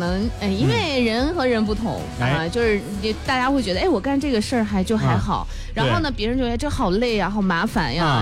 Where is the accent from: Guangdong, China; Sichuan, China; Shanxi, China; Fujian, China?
Shanxi, China; 虽然我是一个山西人啊。